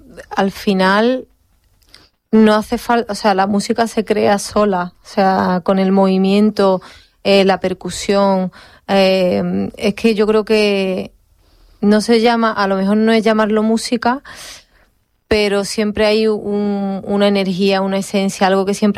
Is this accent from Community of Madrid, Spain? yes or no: no; Seville, Andalusia, Spain; el hecho de estar en mi tierra con mi familia